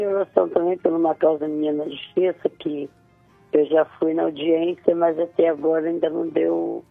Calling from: Itaboraí, Rio de Janeiro, Brazil; Eu falo de Itaboraí, Rio de Janeiro.

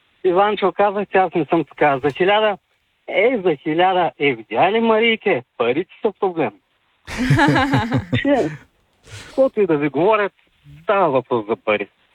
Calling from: Varna, Varna Province, Bulgaria; съм от Варна.

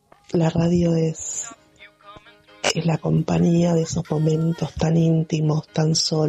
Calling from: Buenos Aires, Argentina; de Floresta.

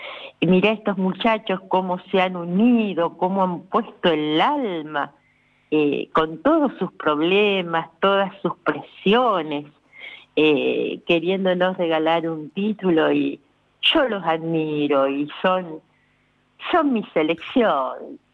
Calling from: Argentina

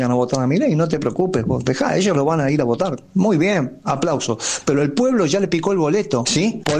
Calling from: Buenos Aires, Argentina; de Villa del Parquet

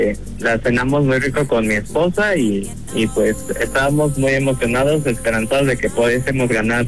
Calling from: Toluca, State of Mexico, Mexico; Desde aquí de Toluca, San Pedro Totoltepec.

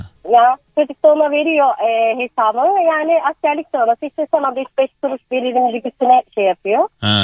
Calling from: Istanbul, Turkey; İstanbul Esenler'den arıyorum.

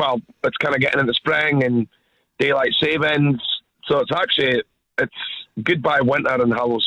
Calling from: Wanaka, Otago, New Zealand; I'm calling from Wanaka, mate.

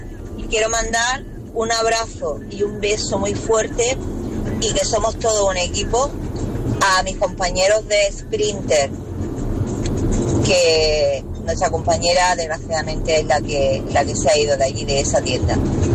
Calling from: Almería, Andalusia, Spain; de Almería.

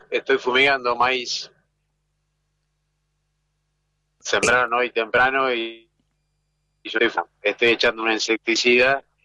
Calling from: Las Flores, Buenos Aires Province, Argentina; Estoy en una zona que es cerca del arroyo Gualicho y Canal 11, es entre Las Flores y Rauch.

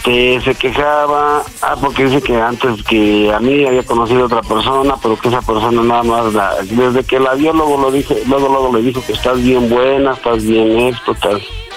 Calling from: Nezahualcóyotl, State of Mexico, Mexico; yo tengo 47 años y soy de aquí de Ciudad Neza.

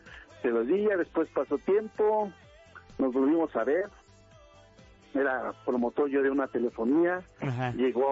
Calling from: Tizayuca, Hidalgo, Mexico; En sí yo vivo en Tizayuca, Hidalgo.

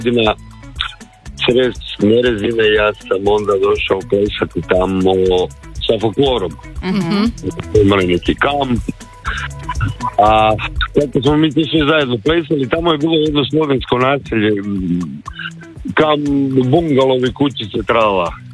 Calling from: Zagreb, City of Zagreb, Croatia; ja sam bio iz Zagreba

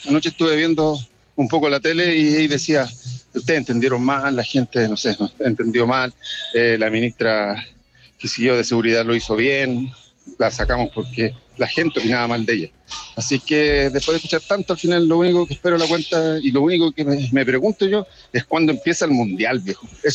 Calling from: Santiago, Santiago Metropolitan Region, Chile; de Santiago.

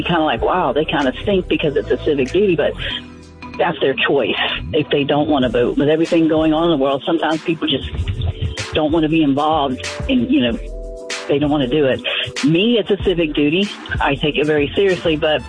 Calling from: Green Cove Springs, Florida, United States; I'm calling from Green Cove Springs, Florida.

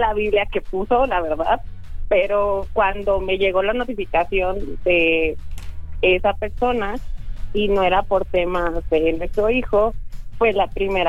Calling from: Toluca, State of Mexico, Mexico; Estoy en Toluca.

